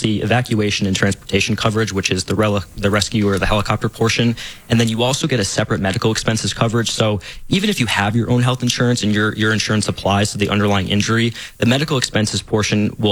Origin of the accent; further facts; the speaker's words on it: East Coast, United States; also born or lived in New Hampshire; now in Colorado, United States; I'm from the East Coast, and it's very different where I come from.